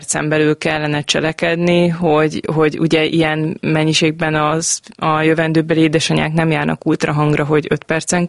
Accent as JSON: {"language": "Hungarian", "town": "Gyöngyös", "region": "Heves", "country": "Hungary", "tie": "born or raised there", "said": "Gyerekkoromban pedig én amúgy gyöngyösi származású vagyok"}